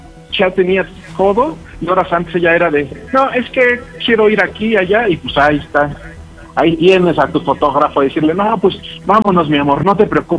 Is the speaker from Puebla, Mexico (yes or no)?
no; Azcapotzalco, Mexico City, Mexico